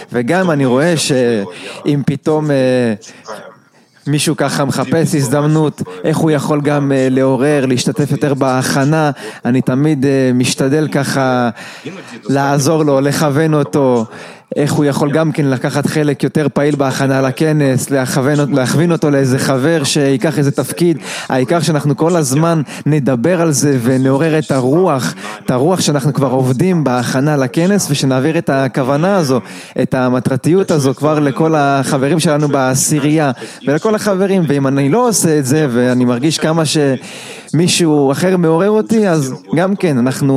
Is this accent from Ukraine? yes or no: yes; Kyiv, Ukraine